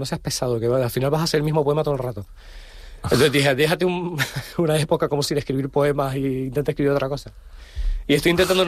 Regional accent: Santa Cruz de Tenerife, Canary Islands, Spain; bueno, yo que soy de Santa Cruz... Sí, tenemos familia en La Perdoma, pero no teníamos animales

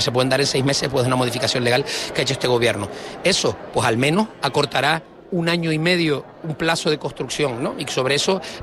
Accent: San Andrés, Canary Islands, Spain; yo soy de San Andrés, en la isla de Tenerife

